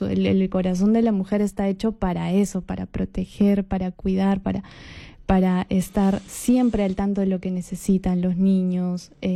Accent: Cusco, Peru; Nosotros somos cusqueños

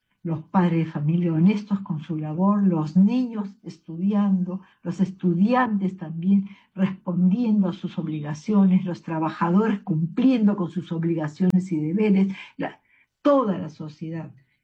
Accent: Peru

